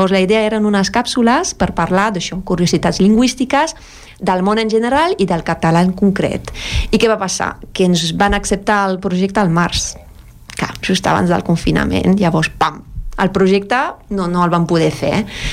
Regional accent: France; Catalan is a second language; moved away; soc francesa

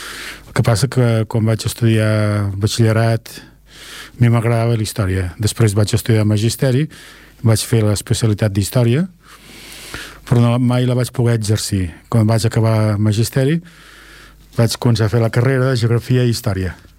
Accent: Esplugues de Llobregat, Catalonia, Spain; a investigar a nivell del meu poble, el poble que t'estimes, que és Esplugues.

